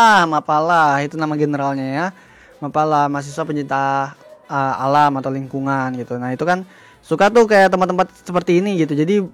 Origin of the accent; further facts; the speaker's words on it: Kalimantan, Indonesia; Namanya juga kita warga Kalimantan kan